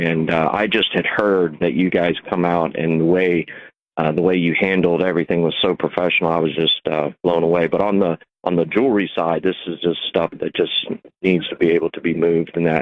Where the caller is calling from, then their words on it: Lakeland, Florida, United States; I'm actually from the Lakeland area